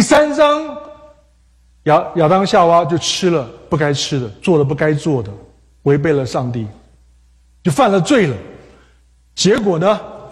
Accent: China; 我们中国人最会了，避讳这个事情，对不对？

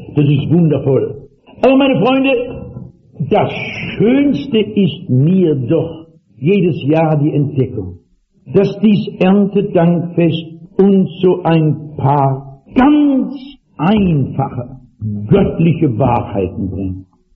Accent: East Germany, Germany

